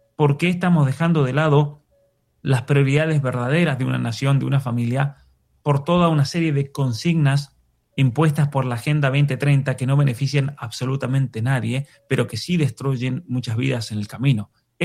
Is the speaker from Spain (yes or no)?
yes; Spain; Y esto lo digo con mucho dolor porque yo también soy español, familia de España